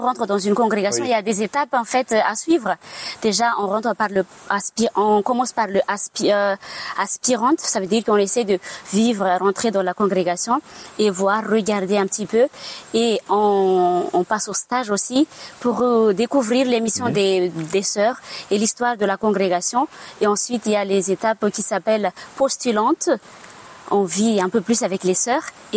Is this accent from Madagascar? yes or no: yes; Madagascar; Je suis plutôt au centre de Madagascar, ouais. Mais de la capitale, là où il y a Antananarivo, j'habite à 90 km vers le sud.